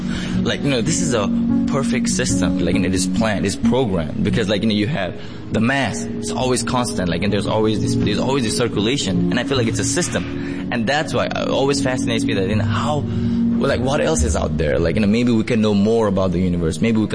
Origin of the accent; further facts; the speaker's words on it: Nepal; moved away as an adult; now in Baltimore, United States; I'm from Nepal. I lived there for 18 years. I came here when I was 18.